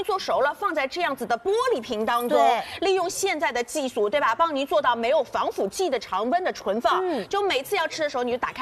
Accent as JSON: {"language": "Chinese", "region": "Shanghai", "country": "China", "said": "但是我们上海人基本上做油焖笋的话，焯一遍水，"}